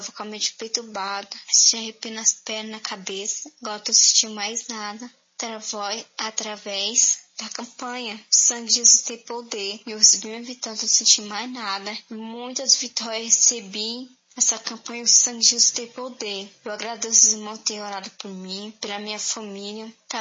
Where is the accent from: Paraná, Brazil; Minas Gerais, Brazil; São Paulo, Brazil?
São Paulo, Brazil; Francisco Morato; sou de Francisco Murato.